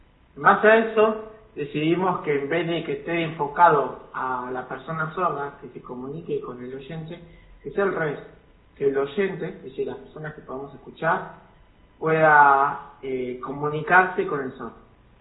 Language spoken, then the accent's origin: Spanish; La Matanza, Buenos Aires Province, Argentina; De Buenos Aires, en mi caso, soy de Buenos Aires, La Matanza.